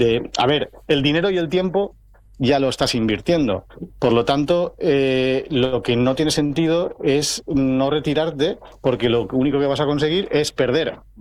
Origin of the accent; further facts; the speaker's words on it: Algemesí, Valencian Community, Spain; now in Alzira, Spain; yo estoy a caballo entre Algemesí y Alcira, sabes que sí. Mi familia es de Algemesí. Yo tengo mi residencia, digamos, en Alcira, pero bueno, estamos al lado y voy dando vueltecitas. Y mi pueblo, el meu poble, es Algemesí.